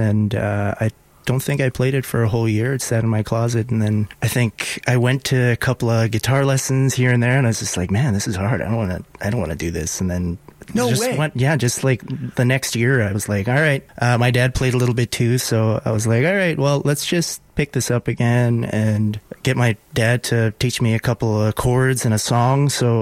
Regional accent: Wabasca, Alberta, Canada; So I grew up in Wabasca. It's about 3 hours north of Edmonton, a little small town, a little bit of municipality, a little bit of reserve.

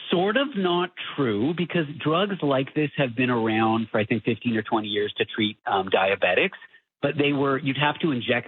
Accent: Toronto, Ontario, Canada; I'm from Toronto.

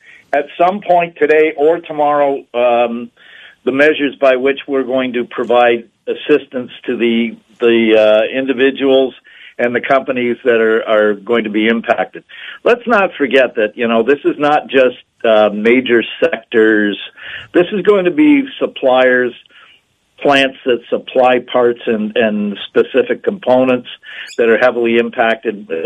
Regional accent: Windsor, Ontario, Canada; by the Detroit River down by in Dieppe Park, by the looks of it, in my hometown of Windsor.

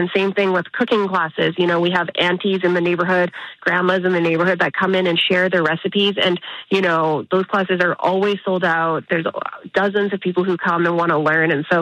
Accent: Calgary, Alberta, Canada; Growing up in East Calgary, we volunteered a lot as a family just within our own neighborhoods.

